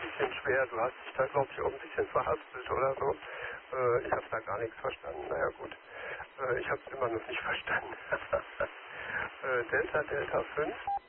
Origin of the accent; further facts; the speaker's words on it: Dortmund, North Rhine-Westphalia, Germany; ich komme ursprünglich auch aus Dortmund, normale Heimatkutsche heißt ja Wittenstockum, aber jetzt, wie gesagt, stehe ich hier oben an der Kreuzung, hier an meinem Garten